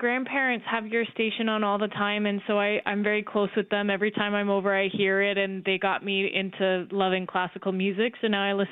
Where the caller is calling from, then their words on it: Oakville, Ontario, Canada; I'm phoning in from Oakville today.